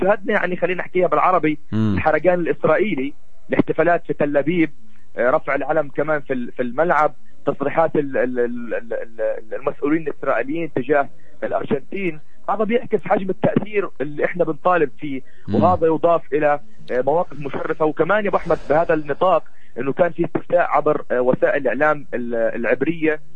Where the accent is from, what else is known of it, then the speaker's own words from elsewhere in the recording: Palestine; وأنا كإعلامي رياضي فلسطيني